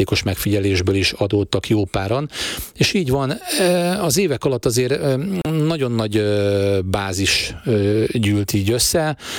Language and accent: Hungarian; Pécs, Baranya, Hungary; én is egy megyeszékhelyről ezek, ugye én pécsi vagyok